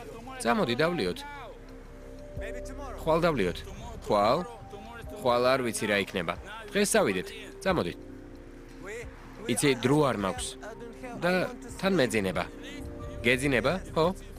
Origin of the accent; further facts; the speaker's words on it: Ukraine; ძალიან გაიხარდათ როდესაც გაიგეს რომ უკრაინიდან ვიყავი